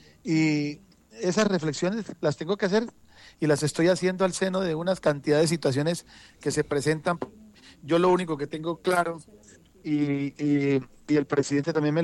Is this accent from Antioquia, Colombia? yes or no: no; Meta, Colombia; como llanero y como habitante del departamento del Meta